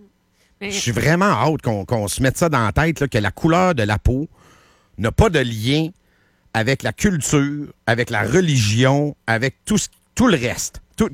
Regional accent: Quebec, Canada; Mais non, mais en même temps, je viens d'une région du Québec.

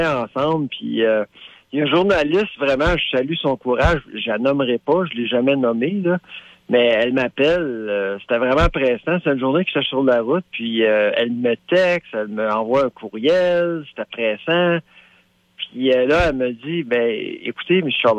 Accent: Quebec, Canada; now in Canada (outside Quebec); en tant que francophone hors Québec, en tant que Québécois hors Québec

